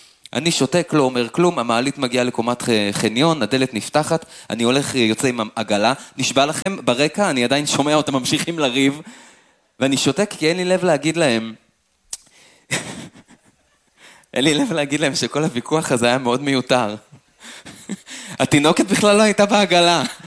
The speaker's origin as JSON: {"language": "Hebrew", "town": "Afula", "region": "Northern District", "country": "Israel", "tie": "born or raised there", "said": "אני גדלתי כמו בשבט באפולה, כמו באיזה קומונה כזאת"}